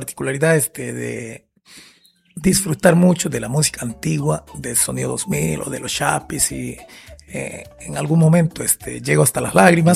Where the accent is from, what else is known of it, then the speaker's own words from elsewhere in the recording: Peru; me hacía recordar mi niñez en Cisa